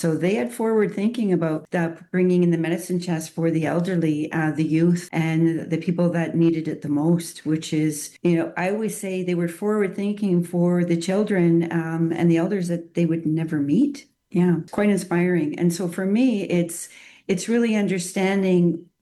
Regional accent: Muskeg Lake Cree Nation, Saskatchewan, Canada; I'm a proud Cree from Muskeg Lake Cree Nation. … so my family goes back hundreds of years in that specific region.

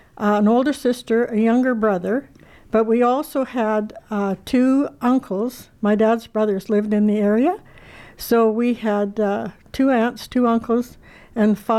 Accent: Saskatchewan, Canada; Well, I grew up back in the sticks. There were 8 school districts and no town.

